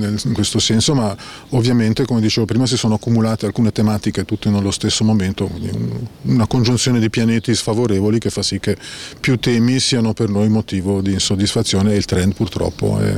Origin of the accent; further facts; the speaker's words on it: Ticino, Switzerland; ci sono sembrati, come ticinese e come ticino, dei gesti forti nei nostri confronti.